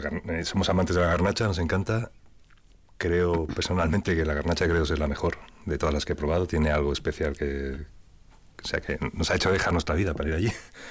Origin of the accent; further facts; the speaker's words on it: Tarragona, Catalonia, Spain; como soy catalán, soy de Tarragona